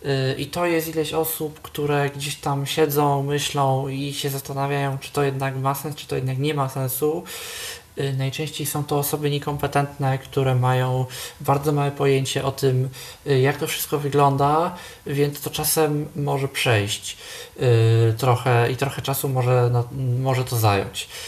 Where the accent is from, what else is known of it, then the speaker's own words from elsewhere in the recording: Poznań, Greater Poland Voivodeship, Poland; u nas w Poznaniu